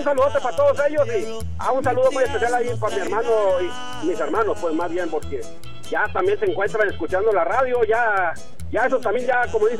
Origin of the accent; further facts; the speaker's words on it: Guadalajara, Jalisco, Mexico; arriba Guadalajara, Jalisco, que esa es mi tierra. Ahí donde di mis primeros pasos